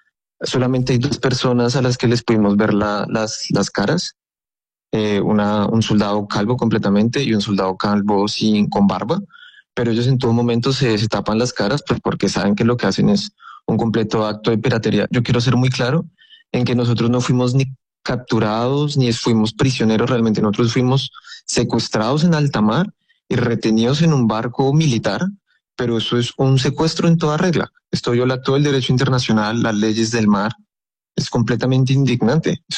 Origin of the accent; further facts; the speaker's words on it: Bogotá, Bogotá Capital District, Colombia; Yo soy oriundo de Bogotá.